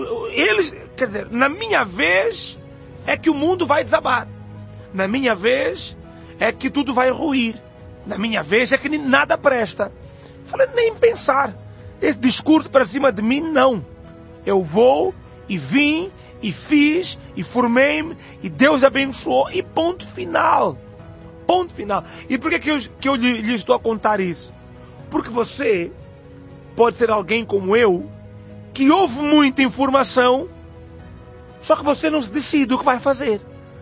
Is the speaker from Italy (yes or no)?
no; Mozambique; moved away as an adult; now in Brazil; 2006, eu decidi que vinha estudar ao Brasil. Saí da minha terra e disse, ó, vou terminar ou vou fazer a faculdade no Brasil. Eu já estava a estudar em Moçambique e fazer direito.